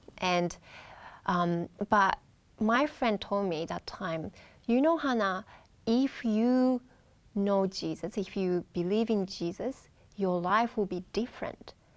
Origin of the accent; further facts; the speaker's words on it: Japan; English is a second language; also born or lived in Iceland; because I grew up in Japan the whole time not knowing, and Japan is a very mono culture.